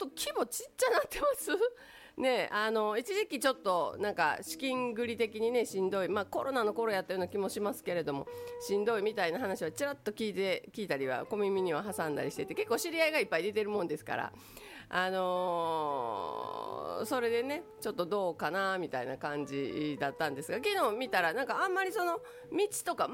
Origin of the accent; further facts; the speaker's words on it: Takatsuki, Osaka, Japan; 私高槻出身でしてね